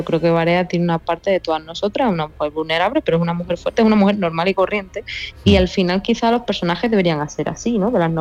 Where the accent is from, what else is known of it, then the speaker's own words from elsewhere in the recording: Andalusia, Spain; reivindicar lo andaluz en la cultura también que consumimos, en la literatura que leemos como andaluces.